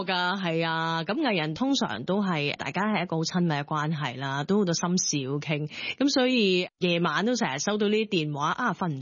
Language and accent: Cantonese; Vancouver, British Columbia, Canada; moved away as an adult; now in Hong Kong; 我在温哥华长大，其实我16岁就机缘巧合入了当地的中文电视台做嘢。